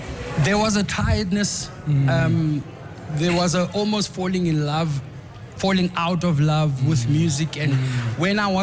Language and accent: English; South Africa; But one thing we did realize was we are in a South African context. And if we are going to resonate with our people, we've got to use those influences whilst resonating with the people.